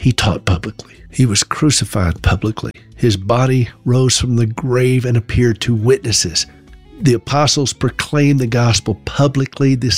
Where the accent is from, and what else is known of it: South Carolina, United States; born or raised there